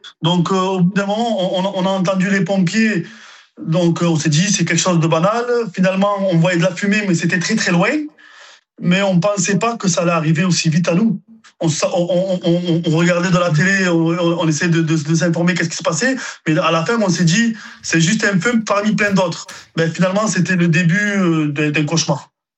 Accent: Ille-sur-Têt, Occitanie, France; born there; Moi, j'ai 41 ans, donc ça fait 41 ans que j'habite à Lille-sur-Tête. J'ai un commerce sur Lille-sur-Tête, donc j'ai toute ma vie là-bas.

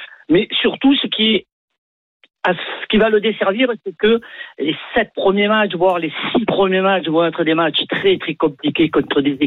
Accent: Marseille, Provence-Alpes-Côte d'Azur, France; j'ai 65 ans, connaissant Marseille depuis 65 ans, on va dire, puisque je suis natif de Marseille

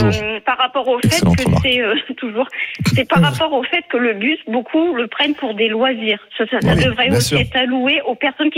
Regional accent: Valenciennes, Hauts-de-France, France; Oui, je suis de Valenciennes, je suis déjà intervenue chez vous

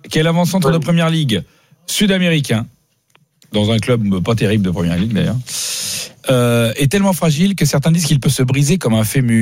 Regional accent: France; Oui, oui. Ah, moi, je suis français, par contre.

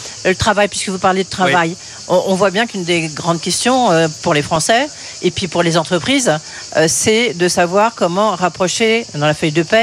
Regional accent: France

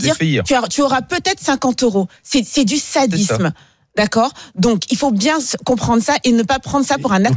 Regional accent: France; une charge mentale sur des charges mentales qu'on a en tant que Français.

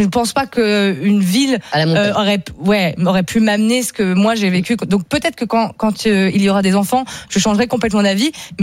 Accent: Auvergne-Rhône-Alpes, France; moved away as an adult; now in Paris, France; moi, je viens du fin fond de la Savoie et j'ai grandi en province toute ma vie. Mais ça fait plus de 10 ans que je suis à Paris maintenant

